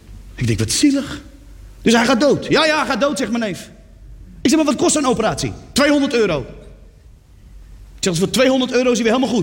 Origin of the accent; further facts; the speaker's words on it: Netherlands; Ik zeg, ik kom uit Nederland, daar heb je geen zwerfpaarden.